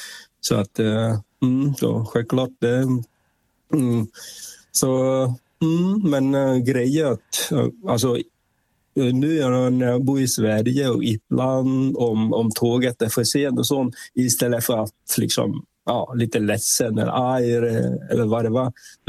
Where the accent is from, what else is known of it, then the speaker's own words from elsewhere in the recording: Vietnam; Swedish is a second language; han jobbar då i huvudstad Hanoi, och sen jag kommer från Milestra området.